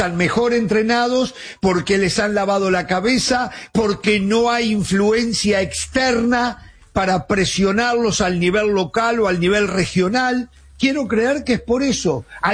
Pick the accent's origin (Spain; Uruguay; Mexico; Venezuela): Uruguay